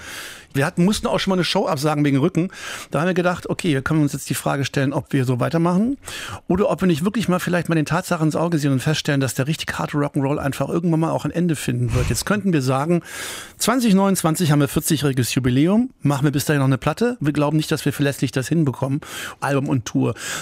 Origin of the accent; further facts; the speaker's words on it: Germany; Grundsätzlich bin ich ein stolzer Deutscher.